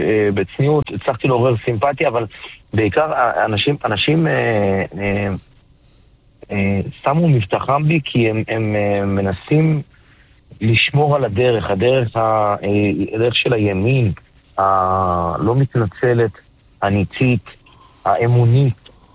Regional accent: Ofakim, Southern District, Israel; מאופקים, משכונת אלי כהן, איש פשוט.

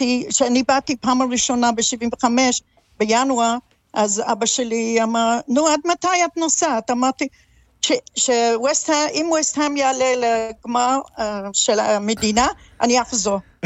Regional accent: London, United Kingdom; Hebrew is a second language; moved away as an adult; now in Israel; אני מהאיסט אנד. אהה. זה קרוב לתמזה, אבל שם גדלתי עם האזור של המון יהודים

